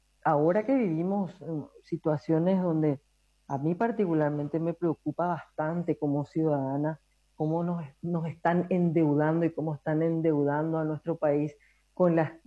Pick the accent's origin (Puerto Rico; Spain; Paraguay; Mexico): Paraguay; born there; Yo me siento tan orgullosa de haber nacido en esta tierra, que fue regada con la sangre de muchísimos paraguayos y paraguayas, ¿verdad? Y por sobre todo también me siento muy orgullosa de ser descendiente de las residentas